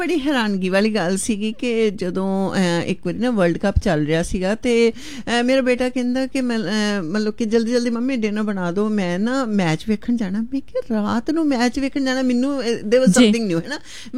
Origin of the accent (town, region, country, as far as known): Punjab, India; now in Australia